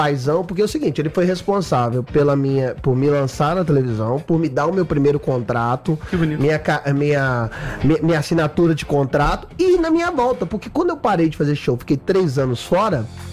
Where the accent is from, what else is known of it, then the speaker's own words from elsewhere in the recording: Guarani, Minas Gerais, Brazil; E eu doei tudo pra Guarani, minha cidade natal.